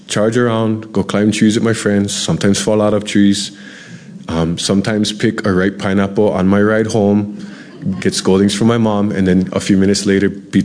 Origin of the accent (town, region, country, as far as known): Hawaii, United States